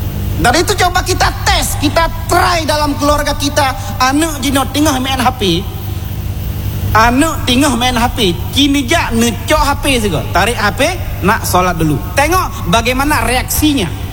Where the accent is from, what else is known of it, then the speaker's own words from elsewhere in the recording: Aceh, Indonesia; aku anak Aceh, aku Muslim, maka apalagi aku membawa marwah nama Aceh